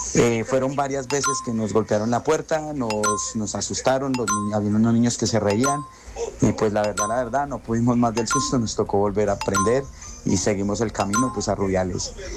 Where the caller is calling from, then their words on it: Colombia; yo soy camionero de Colombia, tanquero